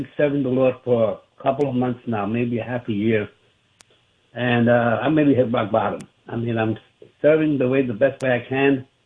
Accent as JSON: {"language": "English", "region": "New York", "country": "United States", "moved": "yes", "lives_now": "Florida, United States", "said": "I'm out here in Florida. I'm originally from New York."}